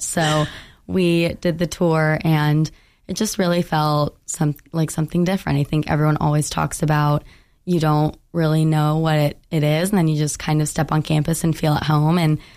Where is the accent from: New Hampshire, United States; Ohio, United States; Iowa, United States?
Iowa, United States; moved away as an adult; now in Knoxville, United States; I am from Iowa. I am a Midwest girl at heart, but my mom is from Louisville, Kentucky.